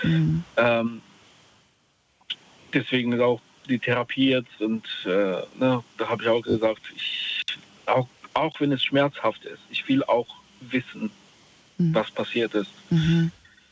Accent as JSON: {"language": "German", "town": "Mainz", "region": "Rhineland-Palatinate", "country": "Germany", "said": "also ich komme aus Mainz"}